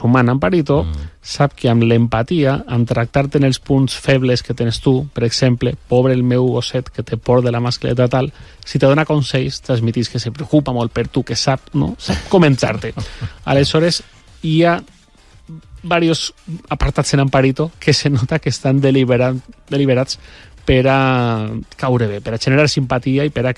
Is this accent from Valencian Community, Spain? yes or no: yes; Torrent, Valencian Community, Spain; jo soc de Torrent.